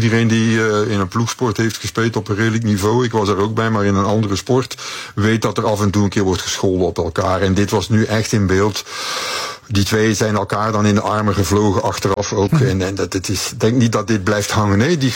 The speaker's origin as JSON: {"language": "Dutch", "country": "Belgium", "said": "En blijkbaar zijn wij Belgen daar goed in."}